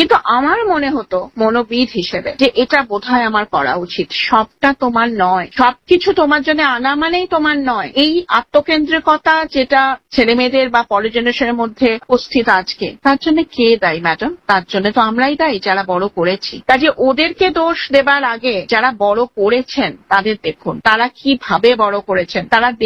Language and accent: Bangla; Kolkata, West Bengal, India; আমি কলকাতার কথাই বলছি যেহেতু আমি কলকাতা বাসী